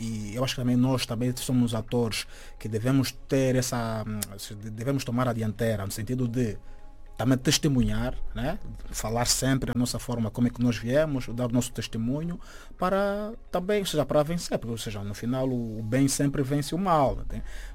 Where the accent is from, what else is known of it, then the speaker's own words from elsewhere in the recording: Angola; moved away as an adult; eu saí de Angola